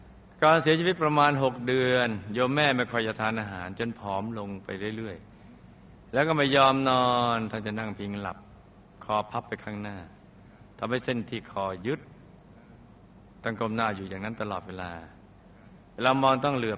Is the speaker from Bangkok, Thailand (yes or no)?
yes; Bangkok, Thailand; born there; ผมเกิดที่กรุงเทพ